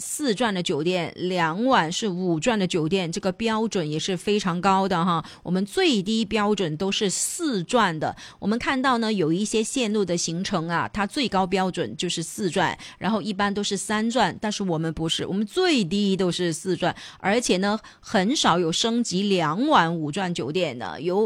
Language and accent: Chinese; Guangdong, China; 特别适合我们广东人，大家就不要错过了。